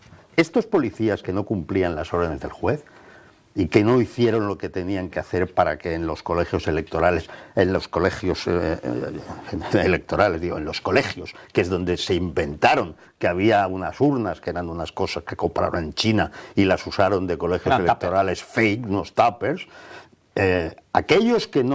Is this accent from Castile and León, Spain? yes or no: no; Barcelona, Catalonia, Spain; born or raised there